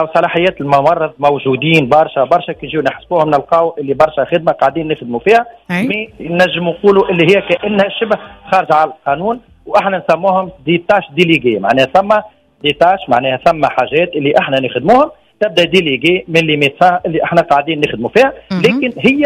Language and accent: Arabic; Tunisia; عندنا في تونس